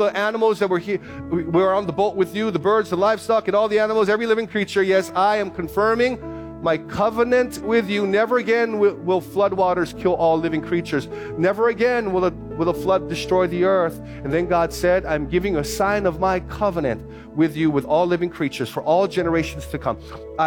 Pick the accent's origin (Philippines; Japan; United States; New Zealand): Philippines; I cannot have the blood. I'm Filipino. I can do that.